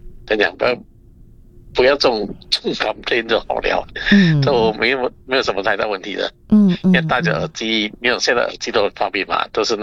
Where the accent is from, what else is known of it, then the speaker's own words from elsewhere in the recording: Singapore; 我们新加坡人